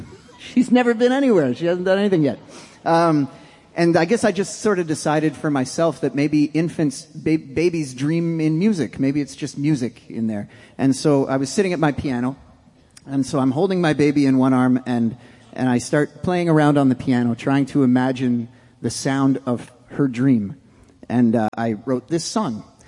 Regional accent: Canada; … We're from Canada.

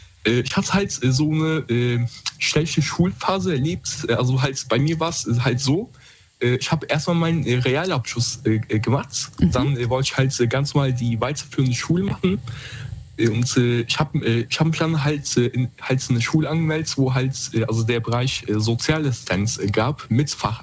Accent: Koblenz, Rhineland-Palatinate, Germany; Also, ich komme aus Koblenz, Rheinland-Pfalz.

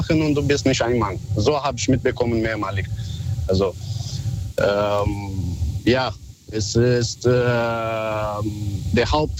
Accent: Frankfurt, Hesse, Germany; German is a second language; Ja, ich bin aus Frankfurt und finde ich meine eigene Stadt hässlich und beschissen.

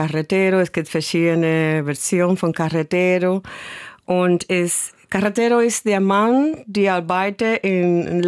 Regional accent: Havana, Cuba; German is a second language; now in Germany; Ich komme aus Havana, ja. Genau. Ich bin in Havana geboren.

